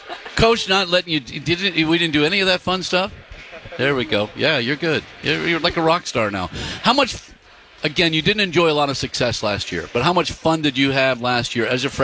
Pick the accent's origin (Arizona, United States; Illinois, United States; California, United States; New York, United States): Arizona, United States; West Side of the Valley; West Side is the best side, and I grew up on the West Side, so I love it.